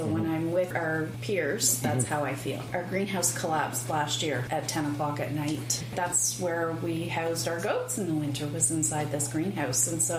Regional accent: Brampton, Ontario, Canada; also born or lived in Newfoundland, Canada; I'm a city girl. I'm from Newfoundland, but I was raised in Ontario in Brampton, almost downtown Brampton.

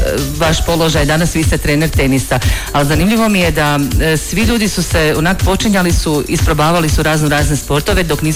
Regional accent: Daruvar, Bjelovar-Bilogora County, Croatia; spominjete Daruvar, moj Daruvar, ja sam iz Daruvara

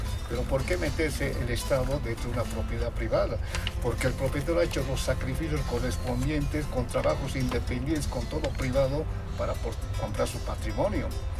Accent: Bolivia; los que tenemos que pagar somos nosotros los bolivianos.

